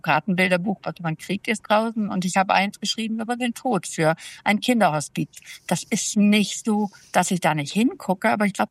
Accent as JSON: {"language": "German", "country": "Germany", "said": "als Deutsche"}